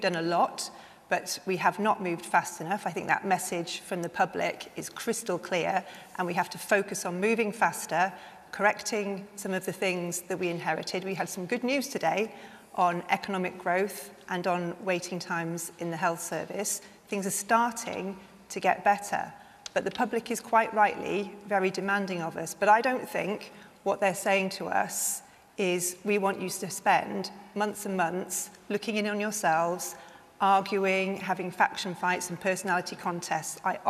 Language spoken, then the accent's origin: English; Darlington, North East England, United Kingdom; I got elected to Parliament for my hometown in Darlington